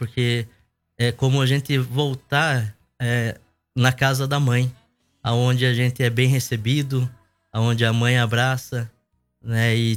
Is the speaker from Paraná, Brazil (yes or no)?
yes; Telêmaco Borba, Paraná, Brazil; sou natural aqui de Telema.